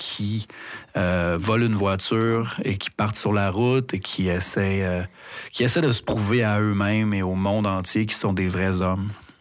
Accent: L'Île-Perrot, Quebec, Canada; born there; also born or lived in Burundi; quand je suis revenu du Burundi, j'ai grandi à l'île Perrault, dans l'ouest de Montréal

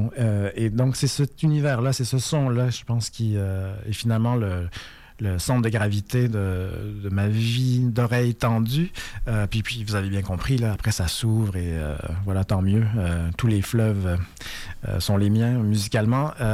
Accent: Quebec, Canada; si j'ai le malheur, le bonheur, de dire que je suis du Québec, on me parle immédiatement d' … depuis plusieurs mois.

